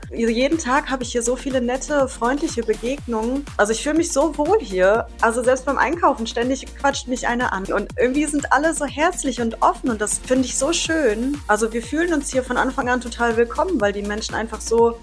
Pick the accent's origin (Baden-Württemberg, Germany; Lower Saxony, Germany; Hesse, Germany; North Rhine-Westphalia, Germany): Lower Saxony, Germany; Ich komme aus dem Landkreis Osnabrück, da ist nicht ein Berg.